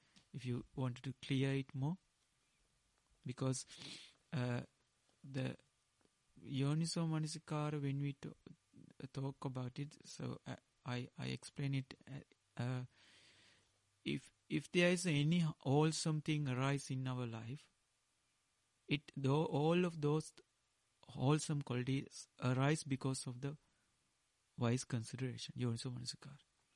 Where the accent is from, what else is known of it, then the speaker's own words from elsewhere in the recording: Sri Lanka; first language Sinhala; English is a second language; I learned the in Dhamma in Pali, directly in Pali, or in my mother language in Sinhala.